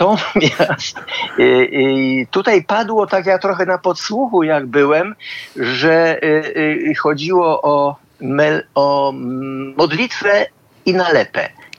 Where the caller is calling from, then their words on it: Łódź, Łódź Voivodeship, Poland; Ja jestem zasiedziałym łodzianinem